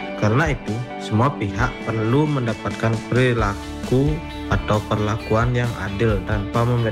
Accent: Tangerang, Banten, Indonesia; saya berasal dari Tangerang.

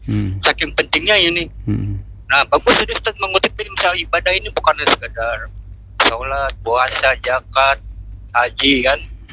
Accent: Banjarmasin, South Kalimantan, Indonesia; warga kita Banjar Masin

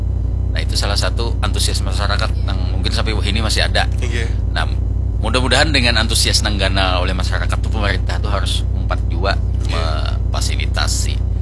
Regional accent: South Kalimantan, Indonesia; Itu membuktikan peninggalan orang-orang Bahari nang masih melekat di wadah kita orang Banjar.

